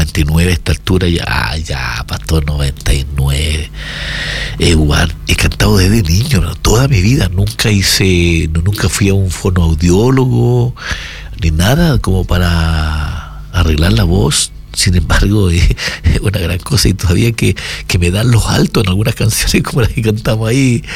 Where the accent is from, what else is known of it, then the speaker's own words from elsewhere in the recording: Ñipas, Ñuble, Chile; moved away; Desde mi tierra natal, la iglesia de Ñipas, la iglesia metodista pentecostal.